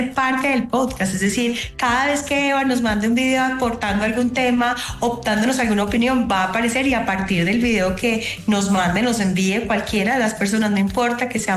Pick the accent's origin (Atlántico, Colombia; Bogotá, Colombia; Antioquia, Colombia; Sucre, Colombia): Bogotá, Colombia; Isabela es de Barranquilla, yo soy de Bogotá.